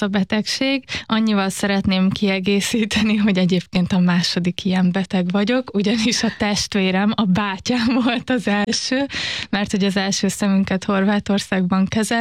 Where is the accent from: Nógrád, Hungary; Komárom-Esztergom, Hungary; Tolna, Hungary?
Tolna, Hungary; Paks; mi egy kisebb városban nőttünk fel, Paksa gyorsan és teljes mértékig integráltan